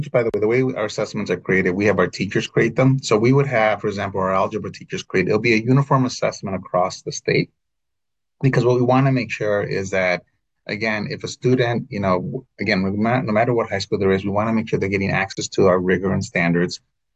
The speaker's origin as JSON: {"language": "English", "region": "Illinois", "country": "United States", "said": "I was in Texas, I was in Nevada, I was in my home state of Illinois."}